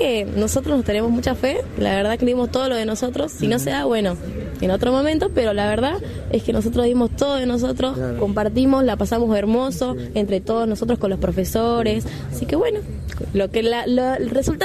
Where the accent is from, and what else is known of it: Jujuy, Argentina